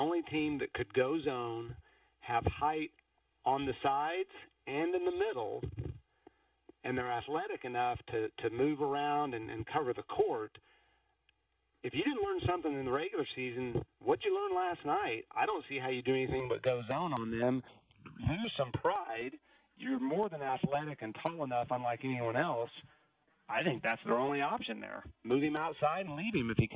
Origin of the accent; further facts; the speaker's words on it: Oklahoma, United States; I'm from Oklahoma originally.